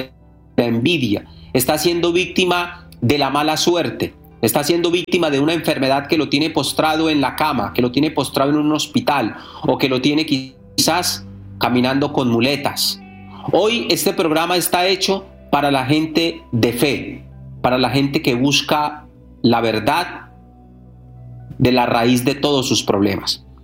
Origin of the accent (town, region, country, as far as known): Catemaco, Veracruz, Mexico